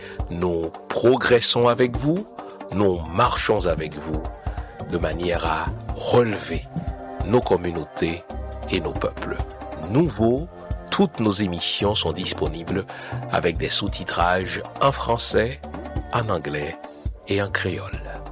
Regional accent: Haiti; Dans le sens qu'en tant qu'haïtien, j'ai fait la paix avec la spiritualité de mes ancêtres.

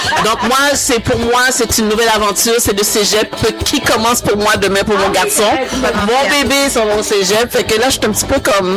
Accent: Haiti; étant donné que je suis haïtien, je veux dire que c'est quelqu'un de ma communauté

